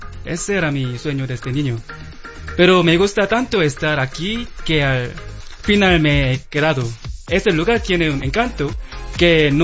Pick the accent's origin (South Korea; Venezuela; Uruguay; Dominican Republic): South Korea; Spanish is a second language; moved away as an adult; now in Mexico